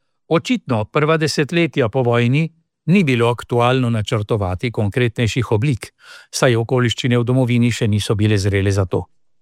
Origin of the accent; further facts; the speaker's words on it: Argentina; Kot Slovenec iz Argentine in edini iz diaspore